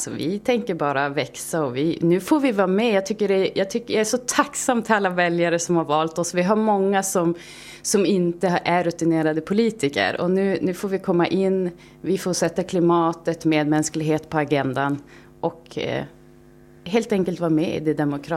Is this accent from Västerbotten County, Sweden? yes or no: yes; Storuman, Västerbotten County, Sweden; born there; also born or lived in Sorsele; Ja, men såklart Storuman då, som är min hemkommun, men Sorsele är ju den kommun där jag har all min släkt och är född.